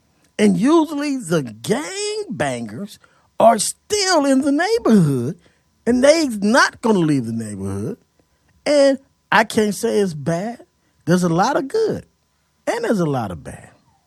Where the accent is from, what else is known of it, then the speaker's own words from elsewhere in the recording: Pomona, California, United States; also born or lived in Los Angeles; See, I was born in Los Angeles, but I was raised in Pomona.